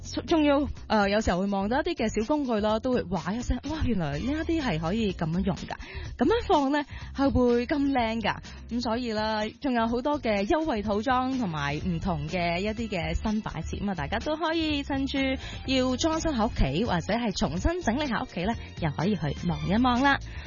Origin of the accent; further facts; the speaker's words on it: Hong Kong; 呢个对于我哋香港人嚟讲咧，一定系夏天啦，好多人嘅指定动作啊。